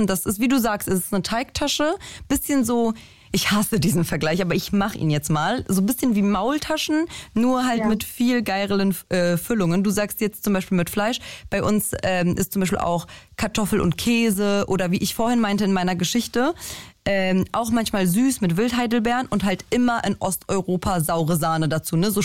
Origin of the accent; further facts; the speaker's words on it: Poland; now in Germany; Ich bin Polin, wie sehr viele hier in Deutschland, zweitgrößte Migra-Gruppe.